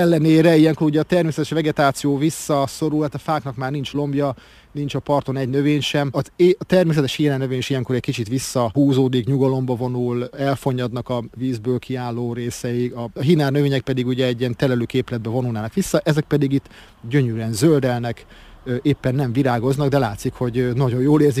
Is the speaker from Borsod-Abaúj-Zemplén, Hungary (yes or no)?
yes; Miskolc, Borsod-Abaúj-Zemplén, Hungary; born or raised there; moved away as an adult; now in Debrecen, Hungary